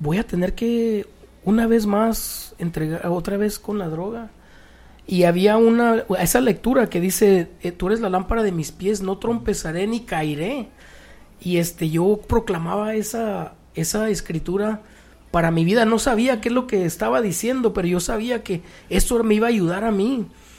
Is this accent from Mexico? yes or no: yes; Mexico; now in United States; porque soy de México, por mi residencia.